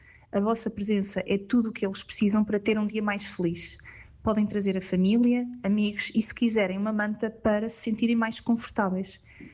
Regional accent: Ílhavo, Aveiro, Portugal; sou de Ilhavo, trabalho em recursos humanos e também sou voluntária na Gaticão.

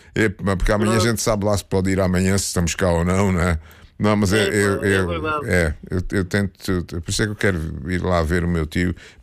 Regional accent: Portugal; quando eu dizia que sou de Portugal

